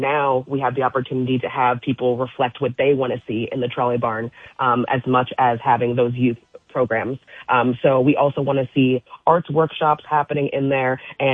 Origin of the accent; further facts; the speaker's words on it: Poughkeepsie, New York, United States; I've been here for the last 3 years, but I grew up on Hooker Avenue right here in Poughkeepsie as a child. So I have strong, strong ties to this community